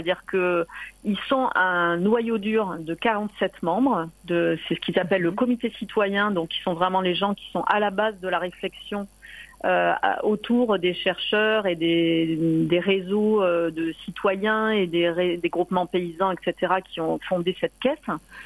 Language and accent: French; Marseille, Provence-Alpes-Côte d'Azur, France; moi, je viens de Marseille